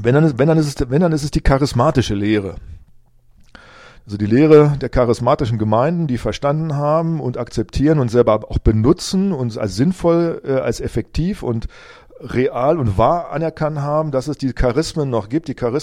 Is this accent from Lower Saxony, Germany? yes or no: yes; Rinteln, Lower Saxony, Germany; ich hoffe dann auch in meiner alten Heimatgemeinde in Rinteln, dass dann da Leute, dass dort die Türen aufgehen und ich, dass ich reden kann und dass Leute zuhören.